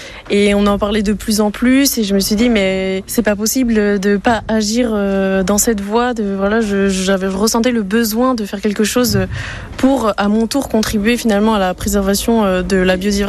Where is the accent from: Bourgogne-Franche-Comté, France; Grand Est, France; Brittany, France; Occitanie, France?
Brittany, France; Brest; J'ai grandi à Brest et j'étais tout le temps en train de me promener sur les littoraux, de regarder mon environnement.